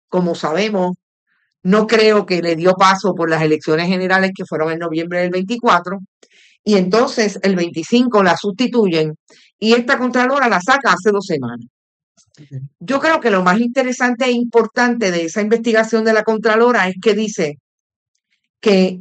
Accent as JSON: {"language": "Spanish", "country": "Puerto Rico", "said": "Y nosotros somos el pueblo de Puerto Rico, es el primer deudor que aparece ahí"}